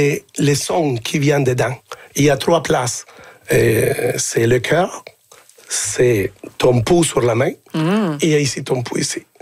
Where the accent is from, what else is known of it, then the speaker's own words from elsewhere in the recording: Sherbrooke, Quebec, Canada; Je dansais même, moi je viens de la ville de Sherbrooke, et je dansais avec des bottes d'hiver.